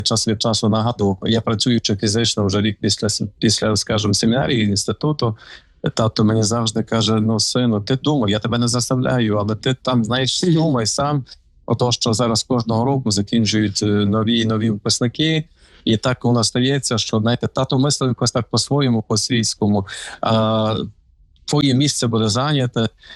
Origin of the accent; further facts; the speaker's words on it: Ivano-Frankivsk Oblast, Ukraine; moved away as an adult; Я на Франківська.